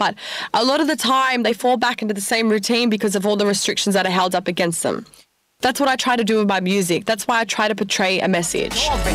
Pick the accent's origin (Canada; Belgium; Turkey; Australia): Australia; I'm an Australian poet rapper.